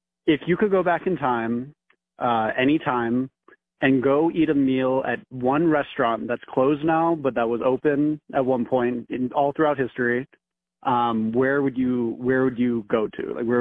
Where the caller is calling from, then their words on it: Lafayette, Louisiana, United States; And I'm calling from Lafayette, Louisiana.